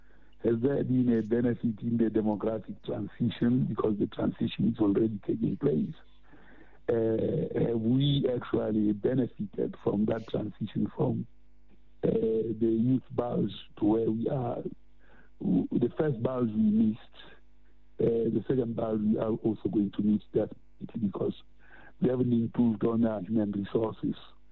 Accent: Lesotho; we have a 1976 cohort, which includes myself, although I come from Lesotho.

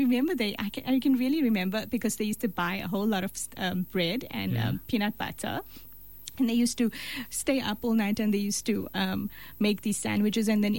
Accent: Durban, KwaZulu-Natal, South Africa; I was born in Durban and schooled in university in Durban

